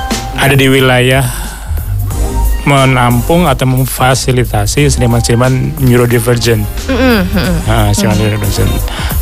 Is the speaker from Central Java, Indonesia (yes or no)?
no; Bogor, West Java, Indonesia; Oh ya, aku dari Bogor.